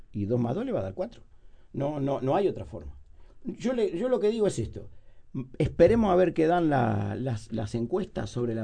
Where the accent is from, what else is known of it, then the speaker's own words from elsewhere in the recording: Montevideo, Uruguay; somos muy los montevideanos somos muy del pedacito de vereda que vivimos nosotros acá.